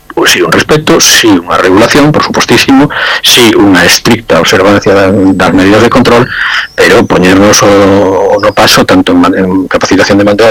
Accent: Galicia, Spain; como europeos que somos, españoles que somos e galegos que somos

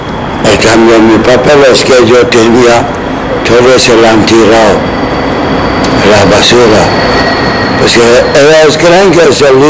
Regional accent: Guinea; Spanish is a second language; Soy de Guinea

